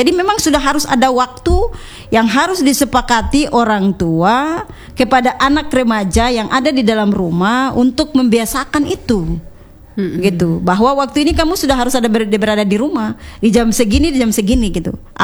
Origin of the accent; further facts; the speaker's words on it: North Maluku, Indonesia; Kan budaya kita ya, orang Maluku Utara